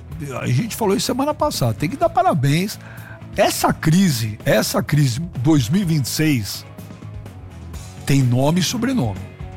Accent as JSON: {"language": "Portuguese", "town": "Campo Grande", "region": "Mato Grosso do Sul", "country": "Brazil", "said": "Eu sou santista de Campo Grande, Mato Grosso."}